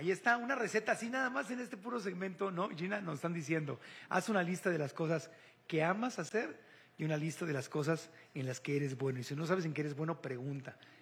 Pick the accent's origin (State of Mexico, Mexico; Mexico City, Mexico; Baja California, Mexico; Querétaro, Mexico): Baja California, Mexico; Tijuana; Desde chiquito, pues crecí en Tijuana, en la frontera, crecí viendo a los Chargers de San Diego, ahora de Los Ángeles.